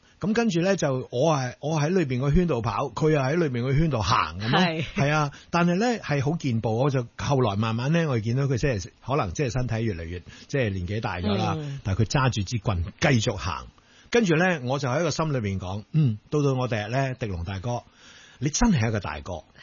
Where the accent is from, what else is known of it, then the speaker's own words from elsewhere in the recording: Hong Kong; 有阵时咧，啲人会话你喺边度嚟？我香港，